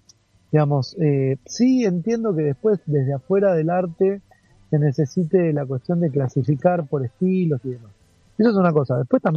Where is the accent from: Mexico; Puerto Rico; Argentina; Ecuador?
Argentina; yo tengo una característica, una raíz argentina, yo soy músico argentino, sí. Por eso mis canciones son en castellano, y no hablo de tú ni de ti, yo hablo de vos